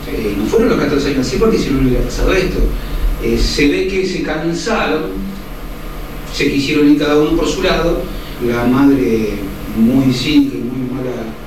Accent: Cañuelas, Buenos Aires Province, Argentina; Sí. Barrio Libertad

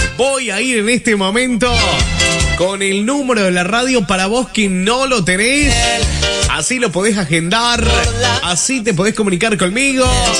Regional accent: Freyre, Córdoba, Argentina; Soy de Fraire, Córdoba, ¿eh? Desde Fraire, Córdoba, desde el este cordobés.

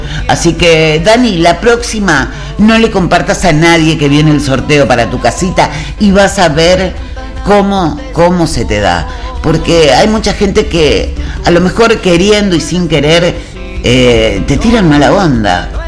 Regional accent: Arocena, Santa Fe, Argentina; now in Rosario, Argentina; yo soy de Arocena, bueno, me vine para Rosario, voy de vez en cuando

